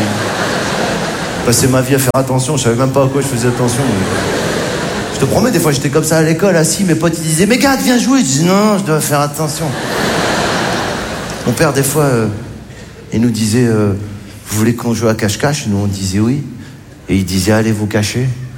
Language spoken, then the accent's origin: French; Morocco; born there